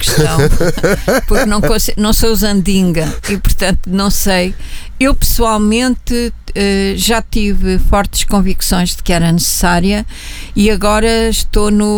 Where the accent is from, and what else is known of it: Portugal